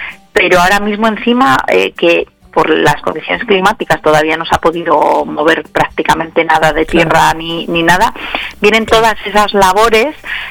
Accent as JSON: {"language": "Spanish", "area": "Palencia", "region": "Castile and León", "country": "Spain"}